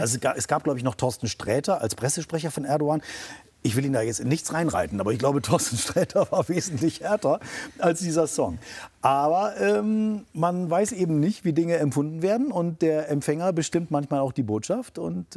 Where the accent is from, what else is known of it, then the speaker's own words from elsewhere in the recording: Germany; ich als Deutscher mit deutschen Vorfahren, also ich habe keinen Migrationshintergrund, ich habe Nazi-Hintergrund